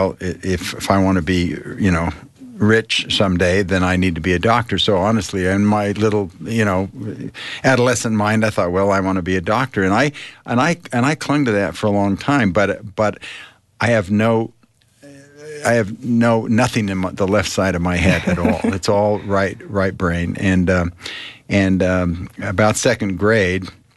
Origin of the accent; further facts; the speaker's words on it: Farmington, Utah, United States; Well, I grew up in Farmington, Utah, not far from here, just north of Salt Lake City. A very different town in the 40s when I grew up, the 50s.